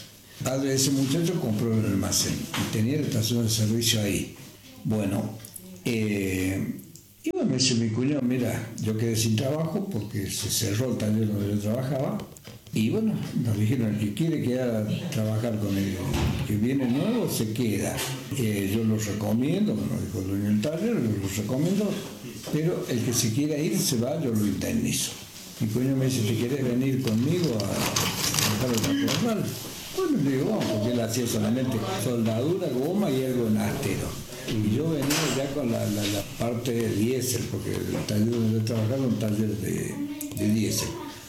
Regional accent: Río Cuarto, Córdoba, Argentina; born there; also born or lived in Las Higueras; now in Alpa Corral, Argentina; Nacido en Río Cuarto y radicado en Río Cuarto, pero mis padres tenían quinta en Higuera.

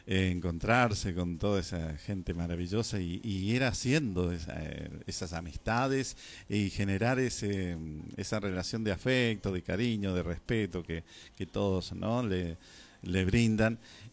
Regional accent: Alpa Corral, Córdoba, Argentina; born there

